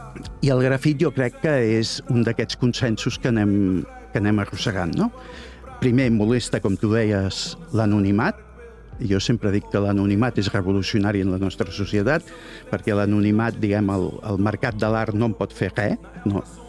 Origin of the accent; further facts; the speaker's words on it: Cornellà de Llobregat, Catalonia, Spain; Jo soc de Cornellà i a Cornellà els grafits han estat en la meva vida des de que vaig néixer.